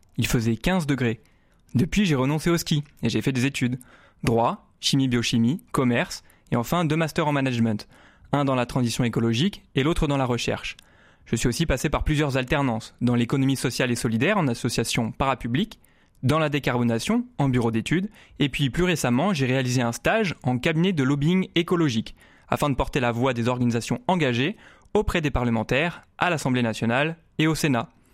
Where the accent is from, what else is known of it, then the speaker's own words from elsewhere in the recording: Grenoble, Auvergne-Rhône-Alpes, France; moved away; Et de mon côté, je viens de Grenoble. Quand j'étais petit, je skiais au sommet des montagnes.